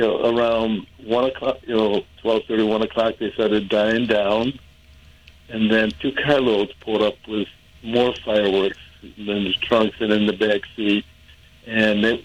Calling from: Boston, Massachusetts, United States; I live in the Hyde Park section of Boston.

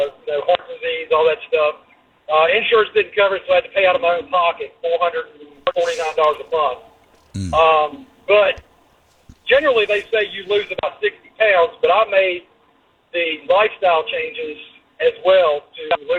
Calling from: Virginia, United States; I'm in Southwest Virginia

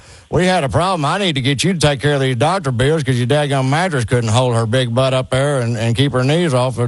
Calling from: Tulsa, Oklahoma, United States; I'm calling from Tulsa, Oklahoma.

